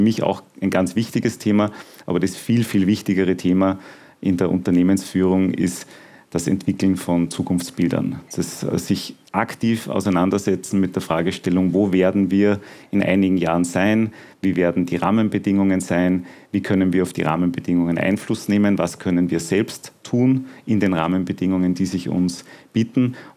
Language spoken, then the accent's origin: German; Steyr, Upper Austria, Austria; also born or lived in Dietach; Also aufgewachsen bin ich tatsächlich in Steyr und dann später, meine Eltern haben dann ein Haus gebaut in Dietach bei Steyr, ein Vorort von Steyr, sind wir dann dorthin gezogen.